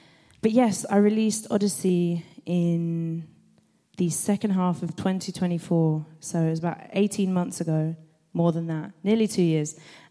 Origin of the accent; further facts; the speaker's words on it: London, United Kingdom; And as you can tell, we're from London.